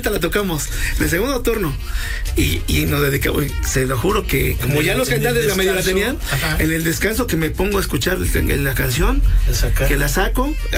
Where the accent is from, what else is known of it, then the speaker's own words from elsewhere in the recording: Puebla, Mexico; Por eso, como somos acá de Puebla